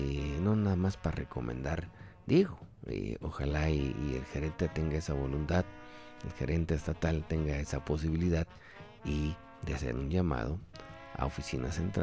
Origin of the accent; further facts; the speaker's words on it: Genaro Codina, Zacatecas, Mexico; se tronó e inundó la mitad de mi pueblo allá en Genaro Codina